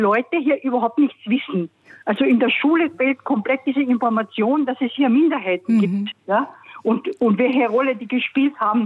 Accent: Carinthia, Austria; Ich stamme ja aus Kärnten, ja, und bin aber auch mehr oder weniger aus Grund von dem, wie man dort behandelt wird.

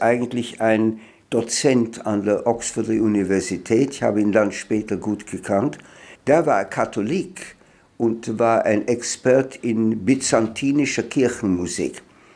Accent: Vienna, Austria; moved away; du aus Wien herkommen musste. Warum? Und habe ich gesagt, weil ich ein Jude bin.

